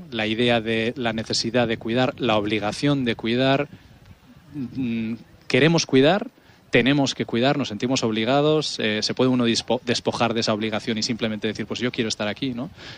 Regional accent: San Sebastián, Basque Country, Spain; now in Barcelona, Spain; yo soy de aquí, yo soy nacido, crecido en esta ciudad, o sea que soy de aquí. No, ellos saben que yo soy vasco, que soy donostiarra.

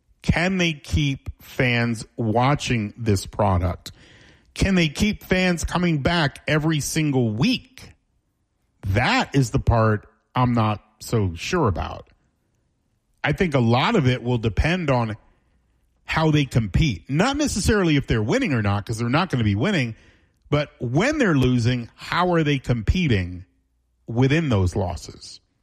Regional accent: Florida, United States; I grew up in South Florida. I have lived in South Florida my entire life. I'm here in South Florida much of the year.

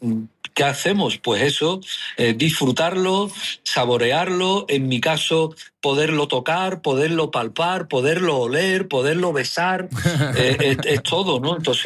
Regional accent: Spain; para mí, que soy español

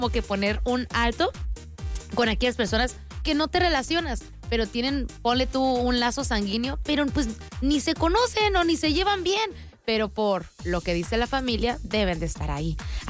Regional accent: Tijuana, Baja California, Mexico; Nosotros somos de aquí de Tijuana y solamente somos 10 invitados por parte de ella

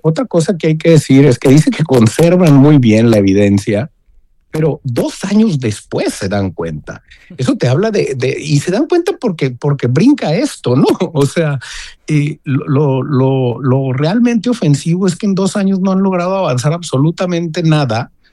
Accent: Sinaloa, Mexico; somos los sinaloenses

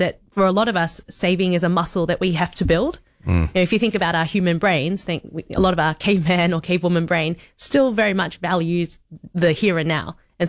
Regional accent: Australia; I grew up in Australia, but Commonwealth Bank, they did a little checkbook, and I had one of those as a kid.

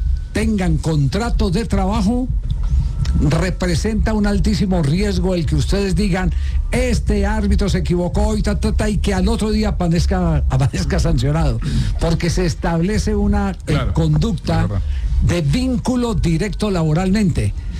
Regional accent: Caldas, Colombia; La coincidencia es que es frente al equipo de mi tierra, el Once Caldas.

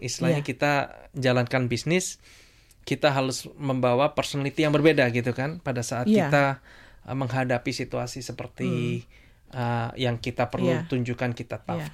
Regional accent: Indonesia; now in Brisbane, Australia; kita orangnya itu, orang Indonesia ini tahu terima kasih

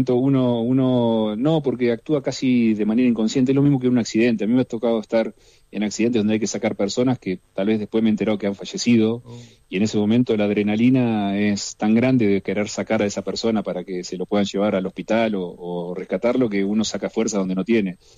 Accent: Tandil, Buenos Aires Province, Argentina; yo soy de Tandil, sí.

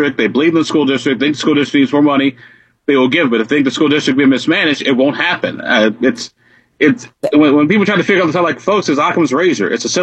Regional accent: Illinois, United States; born or raised there

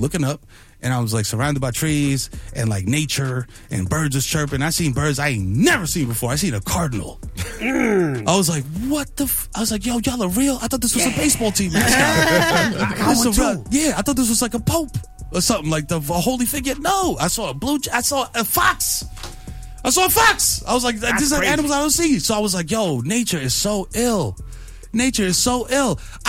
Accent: New York City, New York, United States; moved away; Because I am a son of the Bronx.

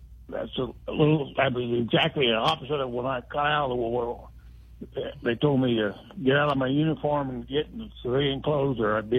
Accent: Verdon, Illinois, United States; I grew up in Verdon, Illinois.

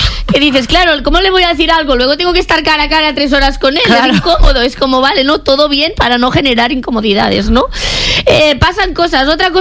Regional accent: Catalonia, Spain; como persona catalana esto me

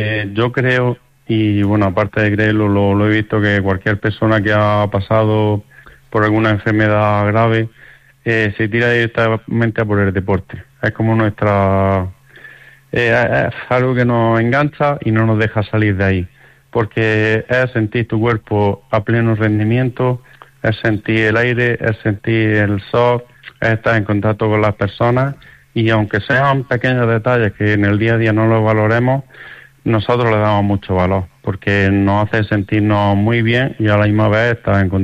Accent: Baza, Andalusia, Spain; yo como yo, que soy de Baza, Granada, nos gusta mucho nuestra comunidad

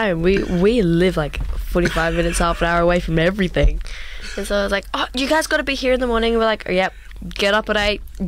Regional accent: Perth, Western Australia, Australia; I'm from Perth, and I'm Cooper Mob from Perth to Mullawa.

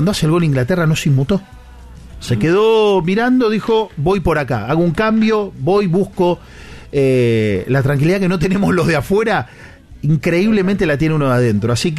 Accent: Argentina

